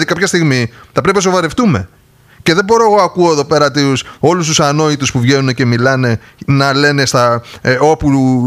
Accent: Greece

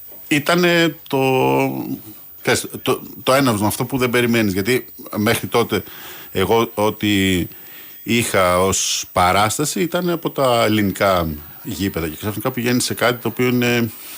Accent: Kavala, East Macedonia and Thrace, Greece; γιατί είμαι από Καβάλα και η πρώτη φορά που πήγα γήπεδο ήταν 10 χρονών

